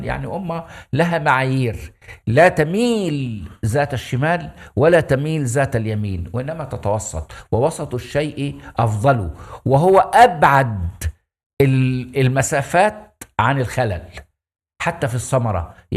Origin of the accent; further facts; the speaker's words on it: Egypt; now in Cairo, Egypt; انا واحد من الريف اسكن في مصر لي 40 سنه او اكثر، اسكن في القاهره.